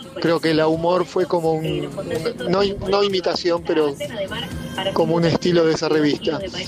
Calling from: Banfield, Buenos Aires Province, Argentina; de Banfield.

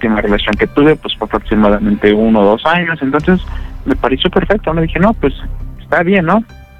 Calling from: Puebla, Mexico; voy a decir que soy del estado de Puebla.

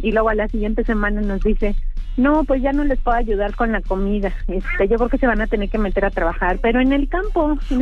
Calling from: State of Mexico, Mexico; en el Estado de México.

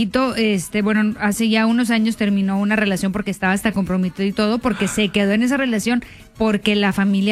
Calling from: Mexico; si soy mexicana y luego mayor

